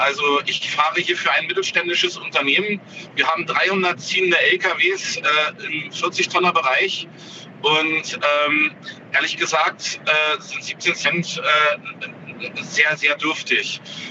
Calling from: Gerbstedt, Saxony-Anhalt, Germany; Naja, nicht ganz im Harz unterwegs, aber da komme ich her aus Gerbstedt.

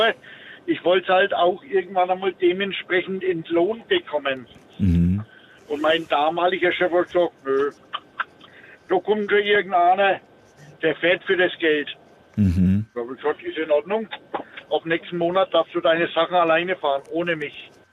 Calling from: Bavaria, Germany; Ich rufe aus Oberheit bei Bamberg an, also ich bin mit meinem LKW unterwegs.

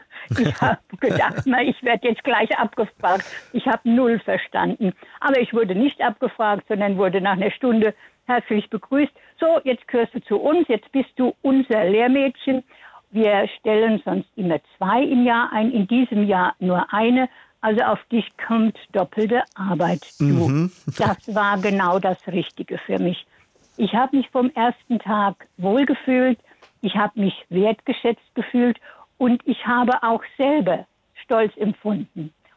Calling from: Karlstadt, Bavaria, Germany; grüß Gott aus Karlstadt

